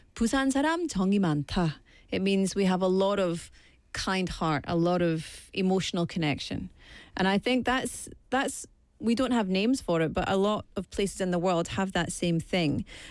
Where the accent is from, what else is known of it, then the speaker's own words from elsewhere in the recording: Scotland, United Kingdom; I feel the same about my hometown food. You just can't get it. I'm from Scotland.